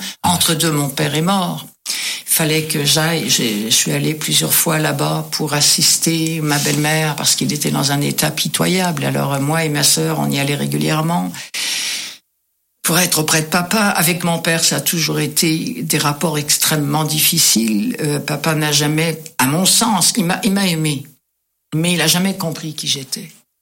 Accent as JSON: {"language": "French", "country": "France", "accent": "French (from France)", "moved": "yes", "lives_now": "Quebec, Canada", "said": "qui n'aimait pas mon accent français. Ça, j'ai eu beaucoup de mal avec ça ici au Québec."}